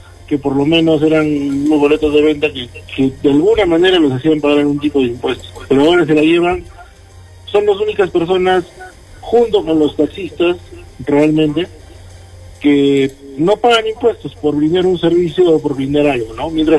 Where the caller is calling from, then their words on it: Arequipa, Peru; una vergüenza ajena que uno siente como arequipeño